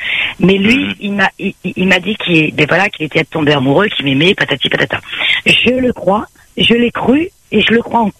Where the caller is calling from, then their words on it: Saint-Denis, Réunion; On habite à 20 minutes. Je suis sur Saint-Denis